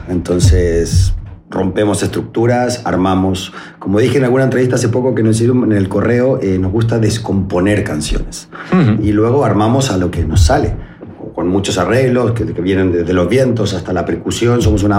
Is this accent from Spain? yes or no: no; Chile; Somos solo dos chilenos.